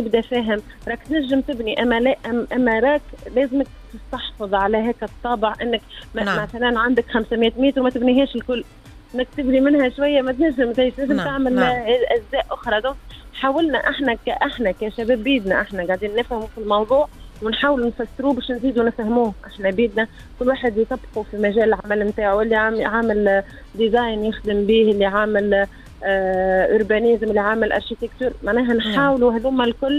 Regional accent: Djerba, Medenine, Tunisia; للحومة في جربة

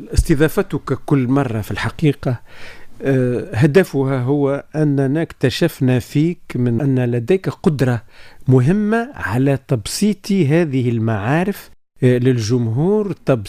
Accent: Tunisia; نحن كتونسيين

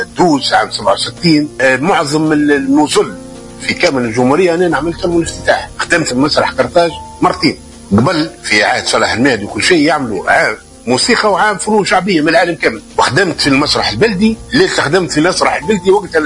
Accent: Zarzis, Medenine, Tunisia; تأسست عام 1966 بجرجيس. في البداية أنا عمري 13 سنة.

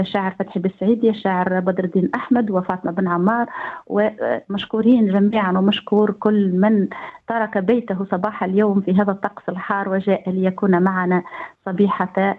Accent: Gafsa, Gafsa Governorate, Tunisia; لأن عندنا في قفصة ما شاء الله مواهب وعندنا أدباء كبار

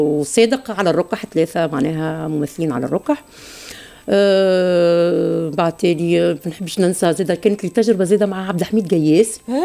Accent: Tunisia; من اقوى ما عندنا في تونس

